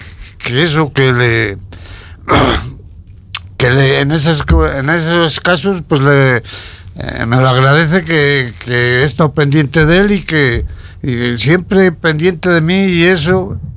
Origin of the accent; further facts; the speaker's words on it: Sedano, Castile and León, Spain; yo le he llevado a mi pueblo, a Sedano que soy, o sea, yo le he llevado mucho, sí, ¿entiendes?